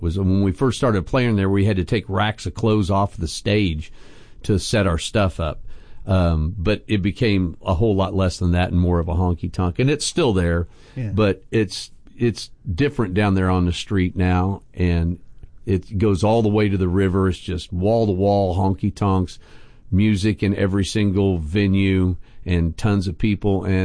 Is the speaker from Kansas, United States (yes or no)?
yes; Lawrence, Kansas, United States; It is my hometown, absolutely. Okay. I went to Lawrence High. I went to Call Valley Grade School.